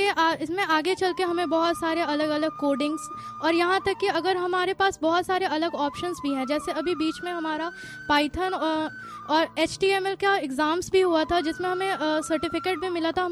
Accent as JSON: {"language": "Hindi", "town": "Patna", "region": "Bihar", "country": "India", "tie": "born or raised there", "said": "मैं पटना बिहार की हूँ, कंकड़बाग मेरा होम टाउन है।"}